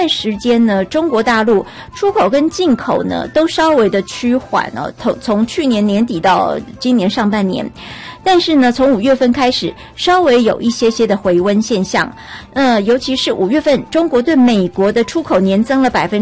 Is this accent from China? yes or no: no; Taiwan; 我们台湾人很爱刷卡呢